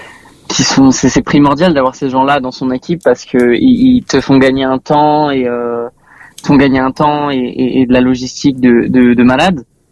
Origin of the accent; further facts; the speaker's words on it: Tremblay-en-France, Île-de-France, France; moi je viens de Tremblay en France.